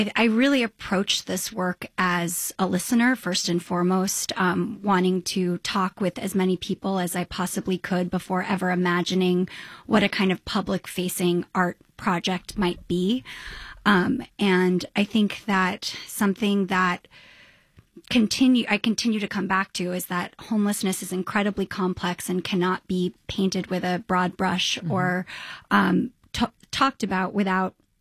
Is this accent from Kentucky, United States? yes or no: no; New York City, New York, United States; I mean, I was born in 1988 in St. Vincent's Hospital, which is no longer a hospital.